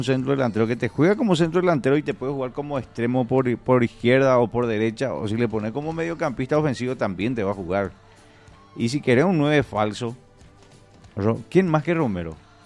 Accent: Uruguay; Y porque somos uruguayos o porque tenemos la celeste, vamos a ganar

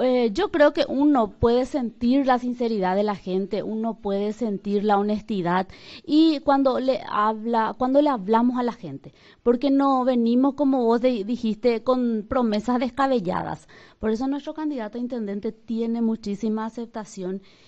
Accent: Pedro Juan Caballero, Amambay, Paraguay; soy hija de Pedro Juan Caballero, nacida, criada y formada acá en Pedro Juan Caballero.

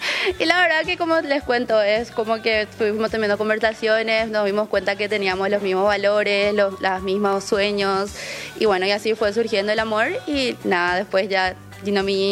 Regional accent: Paraguay; moved away; ¿yo de dónde sos? De Paraguay.

